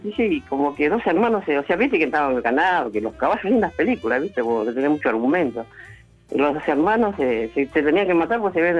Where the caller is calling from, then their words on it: Pilar, Buenos Aires Province, Argentina; acá de Pilar.